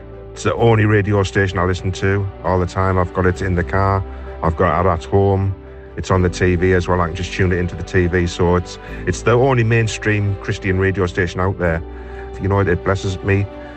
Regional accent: Gateshead, North East England, United Kingdom; I am from Gateshead.

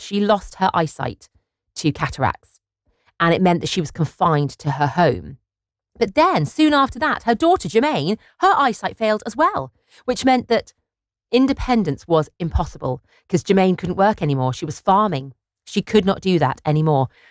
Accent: London, United Kingdom; I grew up in London as well, so I'm a born and bred Londoner.

